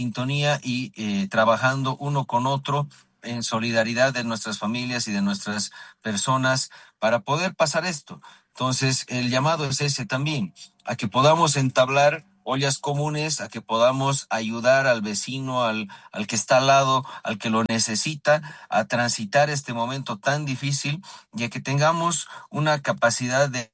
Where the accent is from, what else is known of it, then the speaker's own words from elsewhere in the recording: La Paz, Bolivia; los afectados somos los paceños y los bolivianos